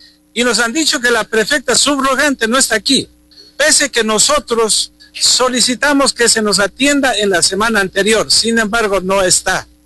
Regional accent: Morona Santiago, Ecuador; todos somos la provincia de Morona, Santiago

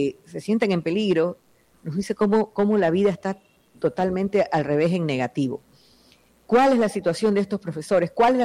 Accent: Ecuador

